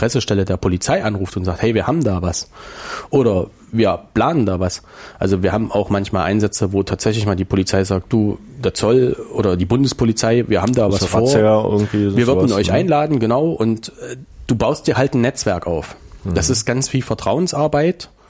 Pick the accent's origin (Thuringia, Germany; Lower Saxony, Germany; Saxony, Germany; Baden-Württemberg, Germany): Thuringia, Germany; Weimar; born there; Ich bin gebürtiger Weimarer, befasse mich ganz viel mit der Stadtgeschichte.